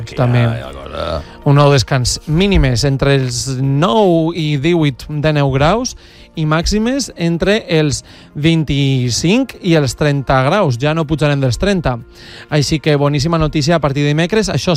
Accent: Ademús, Valencian Community, Spain; al meu poble, a Ademús

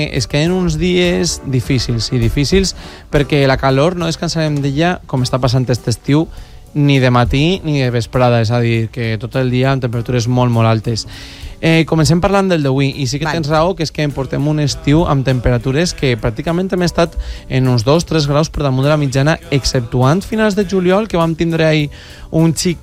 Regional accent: Casas Bajas, Valencian Community, Spain; en el meu poble, de fet, en Casas Bajas

